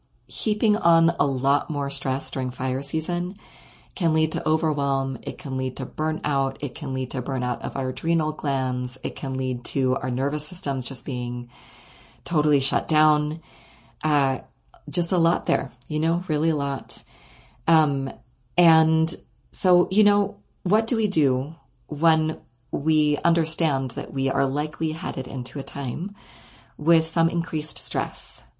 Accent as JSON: {"language": "English", "area": "Orange County", "region": "California", "country": "United States", "tie": "born or raised there", "moved": "yes", "lives_now": "San Francisco Bay Area, United States", "said": "I grew up in Orange County and I have most of my family in LA County and in Orange County."}